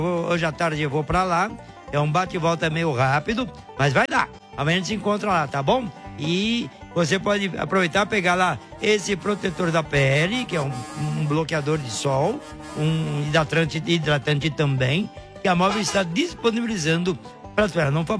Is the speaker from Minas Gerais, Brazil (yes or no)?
no; Osasco, São Paulo, Brazil; born there; porque eu também nasci em Osasco.